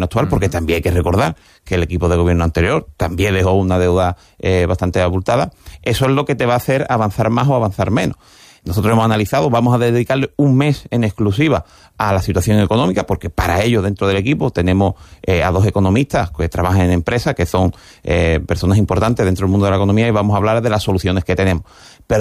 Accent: Algeciras, Andalusia, Spain; es un ciudadano que ha nacido, que ha vivido aquí en Algeciras. Nací en La Bajadilla, me he criado entre La Bajadilla y El Saladillo. Tengo mi familia aquí

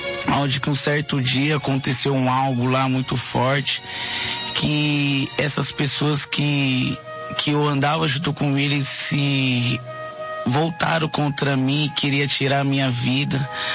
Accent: Osasco, São Paulo, Brazil; sou de São Paulo, Osasco, Padroeira 2.

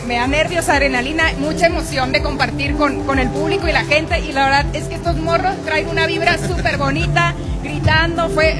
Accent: Hermosillo, Sonora, Mexico; yo soy de Hermosillo, Sonora

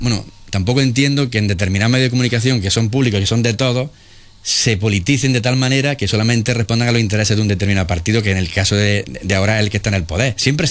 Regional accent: Úbeda, Andalusia, Spain; yo de pequeño te puedo decir que desde que era pequeño he visto eso en la sociedad ubetense más, he visto esa transversalidad.

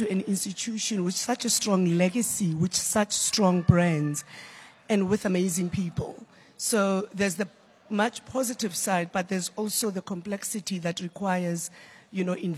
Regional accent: Soweto, Gauteng, South Africa; So the reality is that I grew up in Rockville in Soweto, mm-hmm.

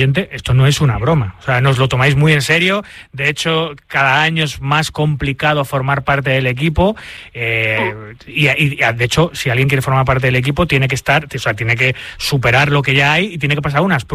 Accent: Spain; Yo soy español, aquí quieres que te gane, ¿no?

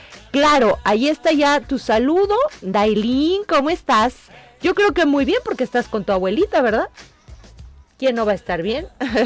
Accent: Ciudad Guzmán, Jalisco, Mexico; moved away; Allá en mi pueblo natal, con crepúsculos arrebolados, allá de veras inunda la cosa. Soy Ciudad Guzmán, Jalisco, para quien no sabe.

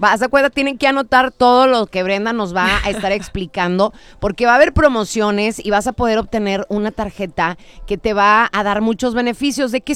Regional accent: Nuevo León, Mexico; somos de Nuevo León

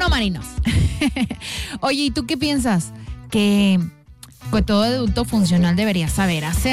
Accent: Monterrey, Nuevo León, Mexico; siendo regios

